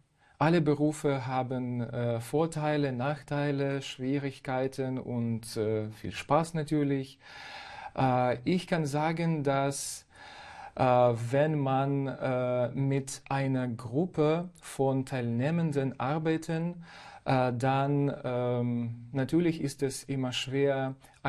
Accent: Cherkasy, Cherkasy Oblast, Ukraine; German is a second language; moved away as an adult; now in Germany; ich komme aus der Ukraine, kleine Stadt Tscherkasse.

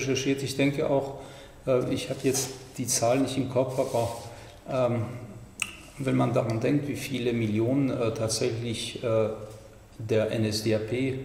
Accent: Munich, Bavaria, Germany

